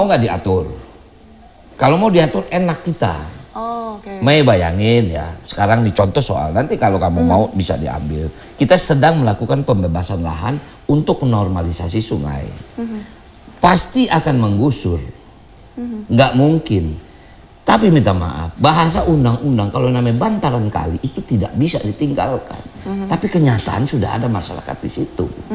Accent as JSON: {"language": "Indonesian", "town": "Kemayoran", "region": "Jakarta", "country": "Indonesia", "tie": "born there", "said": "gue bilang gue juga lahir di Kemayoran, adik-adik gue ditanam di Kemayoran."}